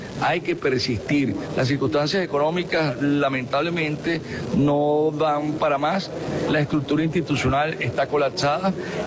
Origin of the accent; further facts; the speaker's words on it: Venezuela; Somos venezolanos, somos usuarios, somos consumidores y estamos aquí y queremos un país con condiciones de desarrollo